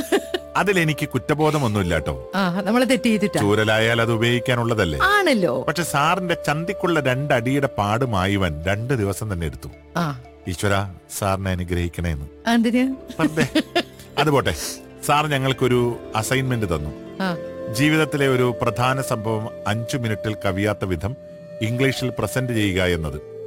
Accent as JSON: {"language": "Malayalam", "town": "Adimali", "region": "Kerala", "country": "India", "tie": "born or raised there", "said": "അടിമാലിയിലെ വീടിന് ചുറ്റും വയലും കാടും മലയും ഒക്കെ കണ്ടു വളർന്ന എനിക്ക്"}